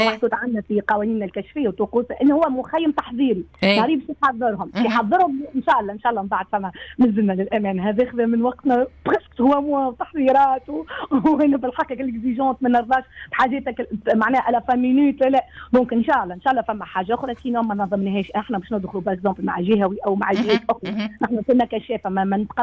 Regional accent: Tunisia; كما نحن عندنا في تونس في الوطن

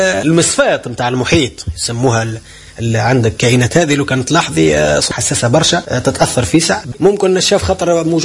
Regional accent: Tunisia

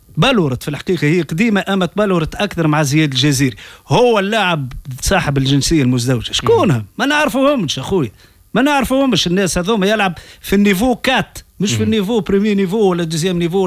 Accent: Tunisia; احنا اليوم في تونس

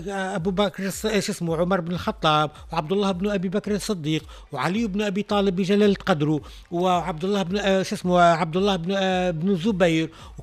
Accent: Tunisia; اللي كان عندنا في تونس في شمال افريقيا

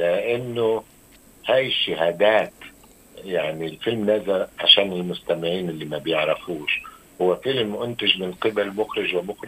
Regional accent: Gaza, Gaza Strip, Palestine; moved away; كفلسطيني وأنا من مواليد غزة، أنا ابن غزة وأهلي كلهم بغزة

